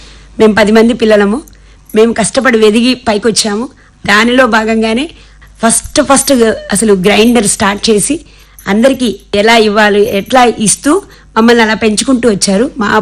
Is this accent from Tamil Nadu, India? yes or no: no; Vijayawada, Andhra Pradesh, India; మా అమ్మగారిది కూడా విజయవాడేనండి, ఏలూరు రోడ్లో ఉండేవాళ్ళు అమ్మ వాళ్ళు.